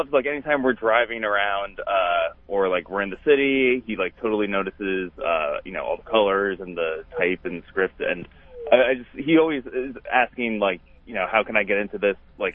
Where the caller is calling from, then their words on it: Hasbrouck Heights, New Jersey, United States; from Hasbrook Heights, New Jersey, and I'm with my 8-year-old son